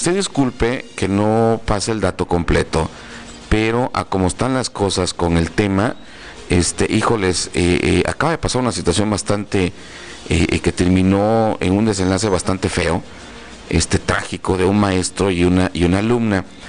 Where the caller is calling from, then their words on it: Cintalapa, Chiapas, Mexico; soy de Unión Ejidal, aquí en Cintalapa, y no nos dan agua.